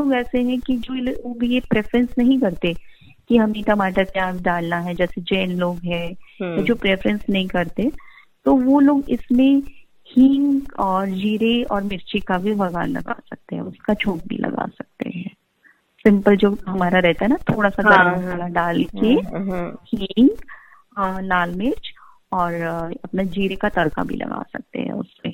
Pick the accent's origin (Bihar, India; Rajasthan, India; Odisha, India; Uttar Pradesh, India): Rajasthan, India; क्योंकि दाल बाटी के साथ हम राजस्थानी लोगों को कुछ तो चटकारा